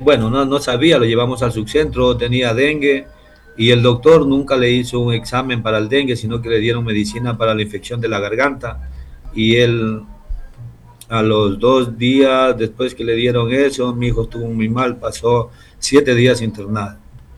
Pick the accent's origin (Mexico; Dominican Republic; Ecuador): Ecuador; born there; cuando era niño, porque yo nací en las Bacaleras